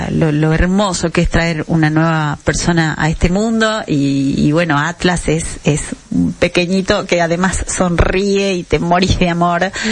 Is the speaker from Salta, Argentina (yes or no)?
yes; Animaná, Salta, Argentina; yo soy de Animaná